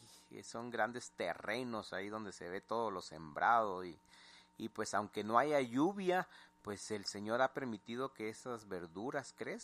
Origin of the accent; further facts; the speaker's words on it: Guatemala; hay que sentirse orgullosos de ser guatemaltecos.